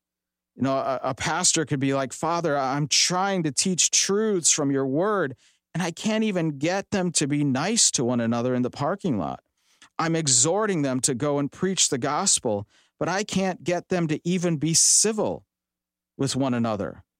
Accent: West Allis, Wisconsin, United States; I grew up in West Allis. I went to West Allis Central High School.

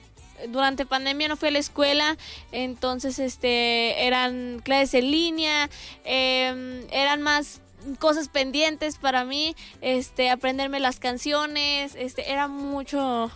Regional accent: León, Guanajuato, Mexico; Yo soy de aquí de León, Guanajuato. Sí, soy de aquí de León, Guanajuato, semifinalista de La Voz Kids. Y pues obviamente, orgullosamente leonesa.

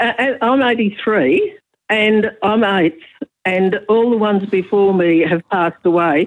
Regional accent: Colac, Victoria, Australia; Down near Colac. My dad was on a farm down near Colac, had a big farm.

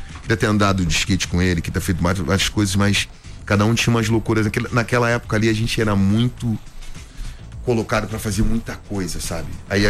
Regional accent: Rio de Janeiro, Brazil; aí falou de um jeito diferente comigo, eu sou carioca

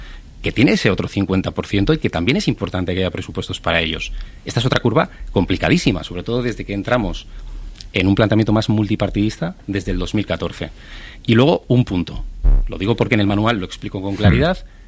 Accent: San Sebastián, Basque Country, Spain; now in Madrid, Spain

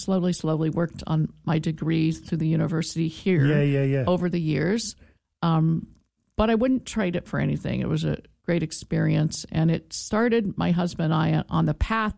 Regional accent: Canton, Ohio, United States; And I had friends from my hometown of Canton, Ohio.

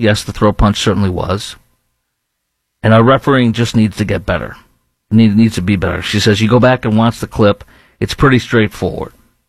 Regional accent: Chicago, Illinois, United States; now in Dallas-Fort Worth, United States; Anywhere you go, whether it be in North Texas, where I'm sitting in Dallas-Fort Worth, obviously my hometown of Chicago

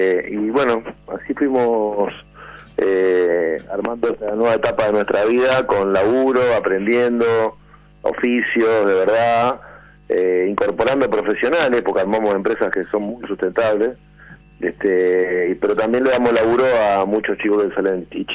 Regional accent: Villa Caraza, Buenos Aires Province, Argentina; viví gran parte de mi infancia en Villa Caraza y Villa Jardín.

